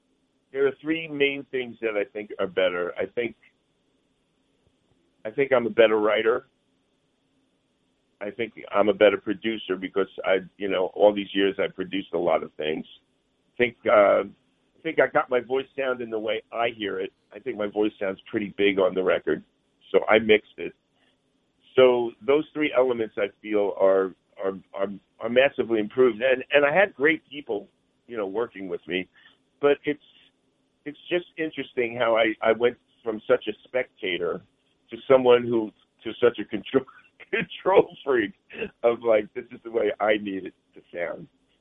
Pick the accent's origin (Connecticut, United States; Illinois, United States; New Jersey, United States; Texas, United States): New Jersey, United States; Bayonne; now in New York City, United States; And you know, I'm from Bayonne, New Jersey. I mean, I'm living in New York City. I'm not like totally unhip.